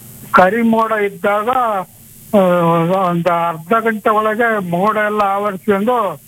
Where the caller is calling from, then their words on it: Davanagere district, Karnataka, India; ನಾವು ದಾವಣಗೆರೆ ಜಿಲ್ಲೆ ತಣೀರಿ ತಾಲೂಕು, ಉಡುಗಿರಿ ಕ್ಷೇತ್ರ ಅಂತ ಇದೆ ಮೇಡಮ್ ನಮ್ಮೂರು.